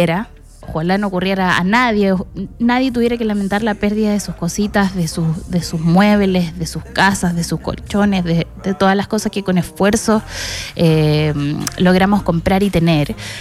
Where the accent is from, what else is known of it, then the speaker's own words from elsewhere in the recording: San Vicente de Tagua Tagua, O'Higgins, Chile; moved away; en mi pueblo, en San Vicente